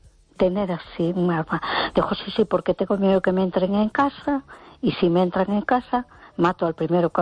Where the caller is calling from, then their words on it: A Coruña, Galicia, Spain; de Coruña.